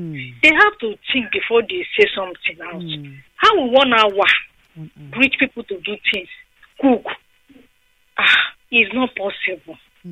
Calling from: Akwete, Abia, Nigeria; I'm from Akwet.

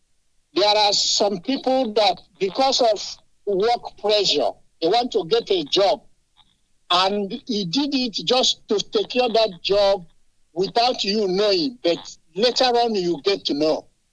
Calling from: Manchester, North West England, United Kingdom; from Manchester.

